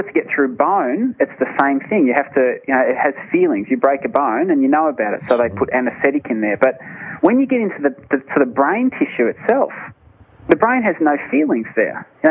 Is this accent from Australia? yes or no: yes; Australia; Now, I, being an Australian, we have a habit of, it excuses many ills, that one line, being an Australian.